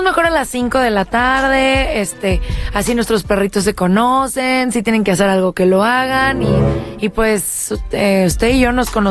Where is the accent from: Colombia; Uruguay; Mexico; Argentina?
Mexico; Ay, pues yo soy de México.